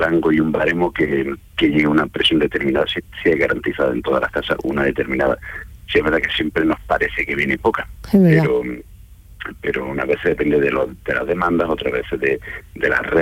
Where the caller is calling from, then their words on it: Roquetas de Mar, Andalusia, Spain; Yo vivo en Roqueta de Mar, en Almería, pero actualmente estoy trabajando en capital y en Linares.